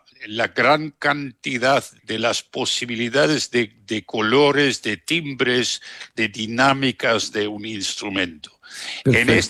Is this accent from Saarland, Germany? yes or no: yes; Saarbrücken, Saarland, Germany; Spanish is a second language; moved away; Saarbrücken es mi ciudad natal.